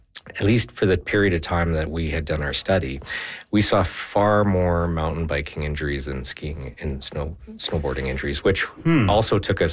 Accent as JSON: {"language": "English", "region": "Saskatchewan", "country": "Canada", "tie": "born or raised there", "said": "I grew up in Saskatchewan playing hockey"}